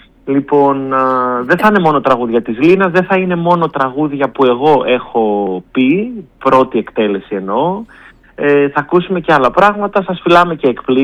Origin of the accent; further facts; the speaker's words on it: Thessaloniki, Central Macedonia, Greece; moved away; ως Θεσσαλονικιός